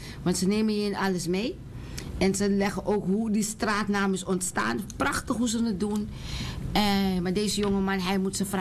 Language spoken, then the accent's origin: Dutch; North Holland, Netherlands; we zijn, het gaat erom dat we uit Zuidoost komen